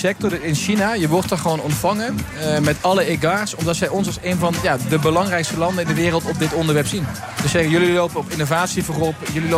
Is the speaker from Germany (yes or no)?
no; Limburg, Netherlands; Hebben wij daar iets mee te maken als Limburgers of dat niet?